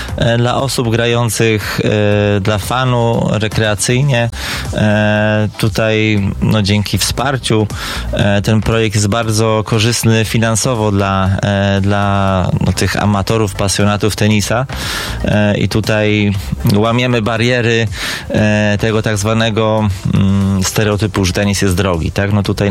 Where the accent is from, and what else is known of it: Szczecin, West Pomeranian Voivodeship, Poland